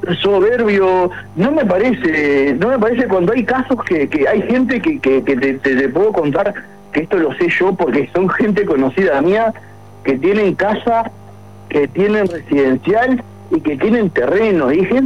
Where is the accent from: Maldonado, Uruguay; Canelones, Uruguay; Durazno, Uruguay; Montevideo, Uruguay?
Maldonado, Uruguay; Yo soy oriundo de Maldonado, viví toda la vida acá, nacido y criado, no tengo mi casa propia, toda mi vida alquilé